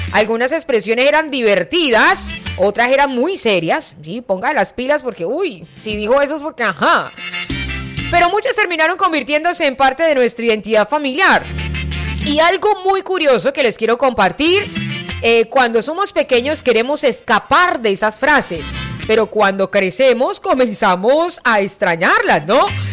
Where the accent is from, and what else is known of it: Colombia